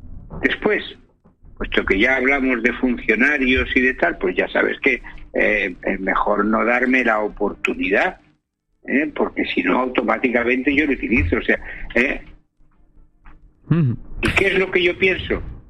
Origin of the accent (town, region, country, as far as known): Spain